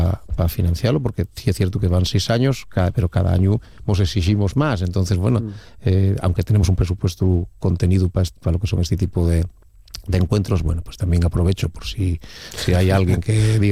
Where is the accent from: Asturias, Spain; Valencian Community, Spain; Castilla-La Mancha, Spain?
Asturias, Spain; Yo siempre digo, dende dentro, soy del Oriente